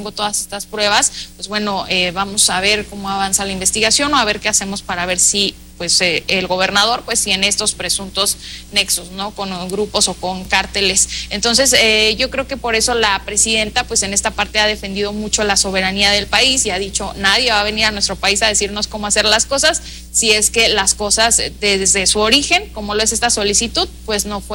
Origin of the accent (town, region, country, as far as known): Mexico